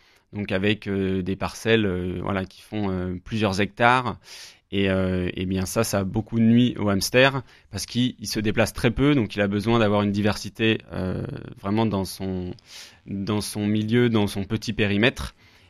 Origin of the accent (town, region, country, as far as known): Grand Est, France